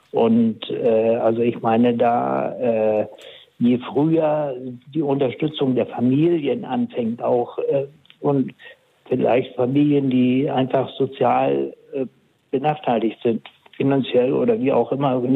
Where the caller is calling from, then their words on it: Tönning, Schleswig-Holstein, Germany; aus Tönning in Schleswig-Holstein.